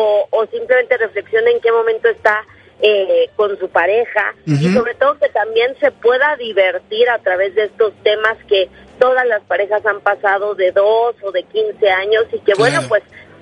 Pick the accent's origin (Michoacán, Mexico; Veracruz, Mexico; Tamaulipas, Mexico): Veracruz, Mexico; now in Mexico City, Mexico